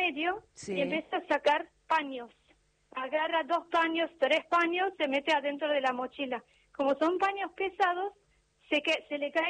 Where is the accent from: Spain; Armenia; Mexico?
Armenia; now in Argentina; Yo soy armenia.